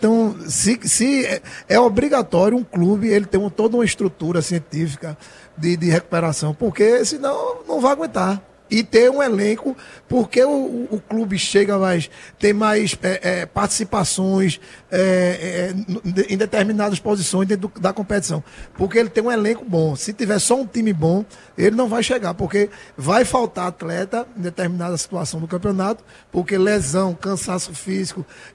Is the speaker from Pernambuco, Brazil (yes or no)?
no; Goiânia, Goiás, Brazil; Mas aqui eu sou de Goiânia. Um calor danado aqui.